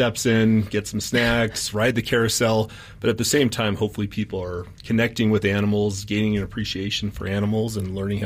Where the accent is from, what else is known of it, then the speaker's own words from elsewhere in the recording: New Mexico, United States; moved away; I grew up in New Mexico, loved the zoo there.